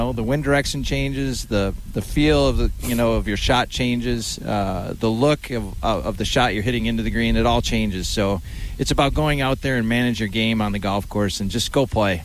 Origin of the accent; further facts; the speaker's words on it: Edgerton, United States; I didn't have a range where I grew up in Edgerton.